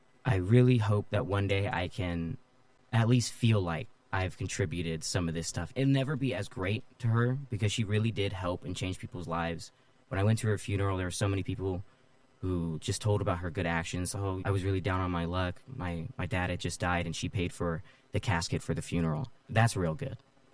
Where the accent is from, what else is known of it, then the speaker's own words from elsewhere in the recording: Modesto, California, United States; A little hard to explain, because despite living in Modesto, I still went to school in Keys. And then I went to school in Turlock for a little bit as well during my high school years.